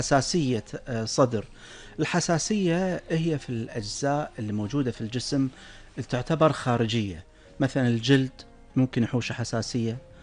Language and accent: Arabic; Kuwait; احنا عندنا في الكويت